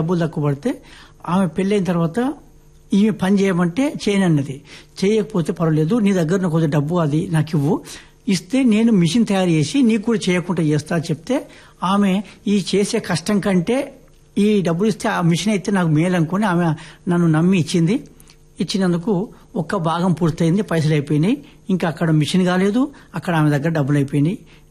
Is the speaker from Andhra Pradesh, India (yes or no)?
no; Shahrajipet, Telangana, India; born or raised there